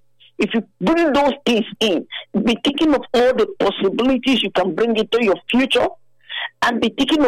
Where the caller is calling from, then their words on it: Guadeloupe; calling from Guadeloupe.